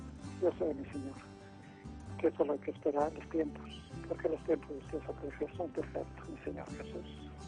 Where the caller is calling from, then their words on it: Santiago, Coahuila, Mexico; De Santiago, Coahuila.